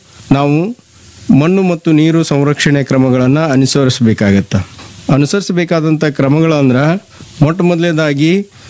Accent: Gadag district, Karnataka, India; ನಮಗೆ ಆಗಬೇಕಾದಂಥ ಮಳೆ ಪ್ರಮಾಣಕ್ಕಿಂತ ಕಡಿಮೆ ಮಳೆ ನಮ್ಮ ಗದಗ ಜಿಲ್ಲೆಯಲ್ಲಿ ಆಗ್ತದೆ.

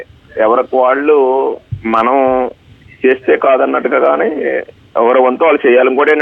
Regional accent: Krishna district, Andhra Pradesh, India; మా ఊరి పేరు వచ్చేసి దక్షిణ చిరువోల్లంక, సౌత్ చిరువోల్లంక.

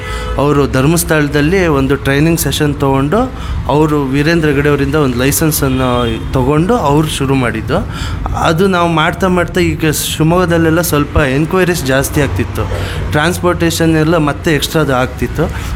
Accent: Thirthahalli, Karnataka, India; also born or lived in Bengaluru; now in Thirthahalli, India; ನಾನು ಆ್ಯಕ್ಚುಲಿ ಎಲ್ಲ ಓದಿದ್ದೆಲ್ಲ ತೀರ್ಥಹಳ್ಳಿಲಿ.

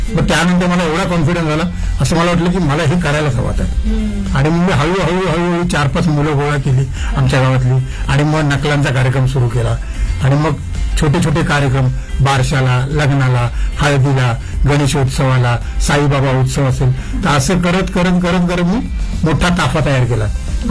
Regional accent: Mumbai, Maharashtra, India; born there; also born or lived in Dombivli; मी आधी मुंबईत राहायचो. Okay. वरळी कोळीवाडा हे माझं गाव आणि कोळीवाडा म्हटलं की संपूर्ण कोळ्यांचं गाव येते. आणि माझे वडील होते बॉम्बे पोर्ट ट्रस्ट मध्ये कामाला आणि मी राहायचो कॉलनीमध्ये, डिप्टी कॉलनीमध्ये.

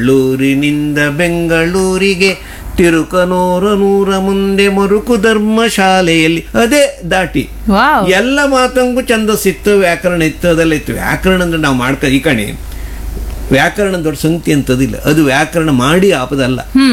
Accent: Kundapura, Karnataka, India; accent: Kundapura Kannada; ಖಂಡಿತ, ಕುಂದಾಪುರ ಕನ್ನಡ ಉಳಿಕ್ ಸಾಧ್ಯ

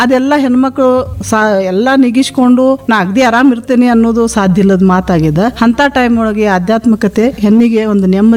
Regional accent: Munavalli, Karnataka, India; now in Belagavi, India; ನಾನು ಹುಟ್ಟಿದ ವಾತಾವರಣ ಮುನ್ನವಳ್ಳಿ ಅಂದ್ರೆ ಮುನಿಗಳ ಹಳ್ಳಿ, ಅದು ಮೋಸ್ಟ್ಲಿ ಅಲ್ಲಿ ಆ ವಾತಾವರಣದೊಳಗನ ಆಧ್ಯಾತ್ಮಿಕತೆ ಅನ್ನೋದು ತುಂಬೈತಿ ಅಂತ ನಂಗೆ ನಮ್ಮೂರಿನ ಬಗ್ಗೆ ಬಹಳ ಹೆಮ್ಮೆ.

